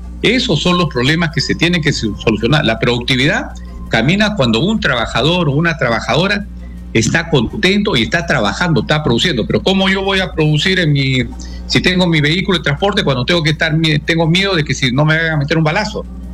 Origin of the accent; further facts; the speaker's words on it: Peru; todos somos peruanos, no es porque nacimos en una ciudad más lejos, no.